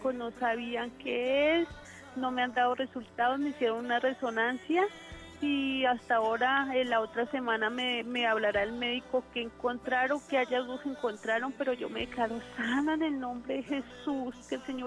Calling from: Bogotá, Colombia; En Bogotá, Suba.

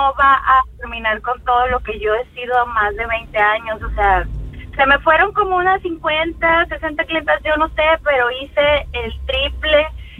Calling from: Monterrey, Nuevo León, Mexico; Yo soy de Monterrey, Nuevo León.

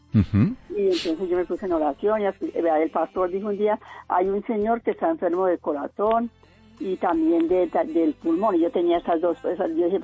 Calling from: Facatativá, Cundinamarca, Colombia; En Fajatativa.

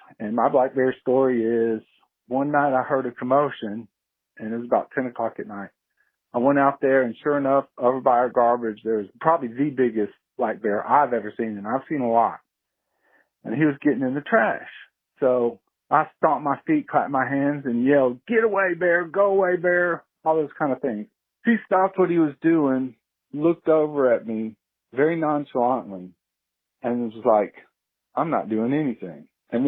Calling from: Gulf Breeze, Florida, United States; I'm calling from Gulf Breeze, Florida, which is in the Florida Panhandle.

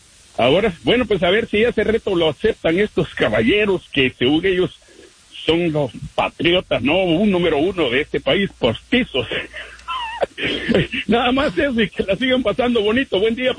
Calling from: Houston, Texas, United States; Good morning, de Houston.

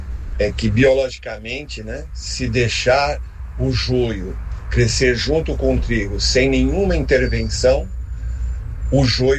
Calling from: São Paulo, Brazil; aqui do Morumbi.

